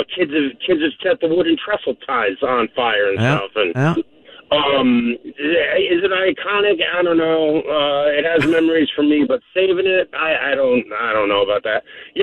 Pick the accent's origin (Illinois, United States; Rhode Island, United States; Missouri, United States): Rhode Island, United States; Exeter; moved away as an adult; I grew up in Exeter. I moved to Providence in, like, 2002 for college.